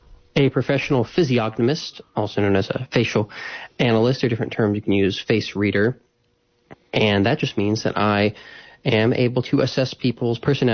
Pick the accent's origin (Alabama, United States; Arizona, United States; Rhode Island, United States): Alabama, United States; now in Mississippi, United States; I am not. I've been a few times. I love it there, but I am from Alabama originally. I live in Mississippi now.